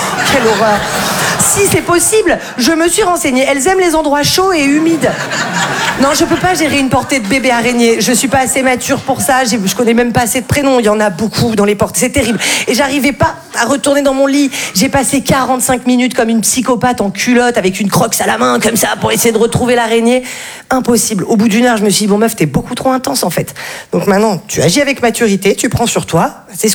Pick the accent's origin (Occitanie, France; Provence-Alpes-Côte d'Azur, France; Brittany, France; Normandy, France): Provence-Alpes-Côte d'Azur, France; Val-de-Blore; parce que moi, je viens d'un tout petit village qui s'appelle Val-de-Blore. C'est sublime, mais alors il faut pas du tout se faire mal là-bas